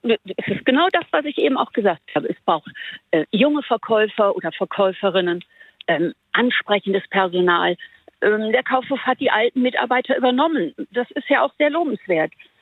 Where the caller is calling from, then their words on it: Wuppertal, North Rhine-Westphalia, Germany; Ich komme hier aus Wuppertal.